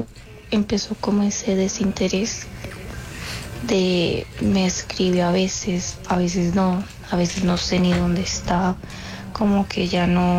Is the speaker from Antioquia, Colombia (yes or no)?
no; Valledupar, Cesar, Colombia; yo hace ya un mes conocí a un chico, yo soy de Valledupar, y yo lo conocí en una licorería